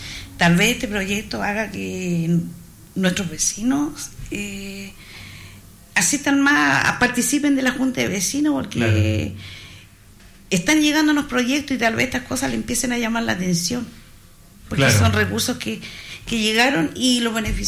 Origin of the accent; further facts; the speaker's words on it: Chile; Soy de Loa Aliso.